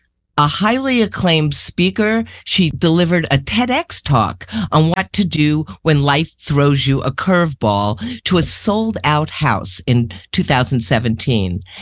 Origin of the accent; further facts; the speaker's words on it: New York City, New York, United States; I grew up in Queens.